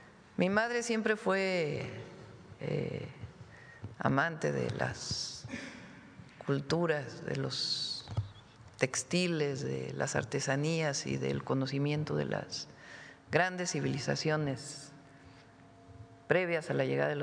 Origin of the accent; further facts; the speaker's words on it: Mexico City, Mexico; llegábamos a ir a Acapulco como familia chilanga de vacaciones